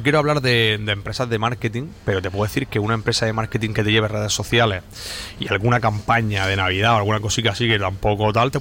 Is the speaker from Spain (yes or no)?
yes; Spain; Que somos españoles.